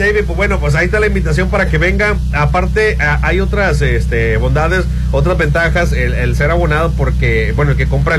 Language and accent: Spanish; Mazatlán, Sinaloa, Mexico; como casi para decirle yo soy de Mazatlán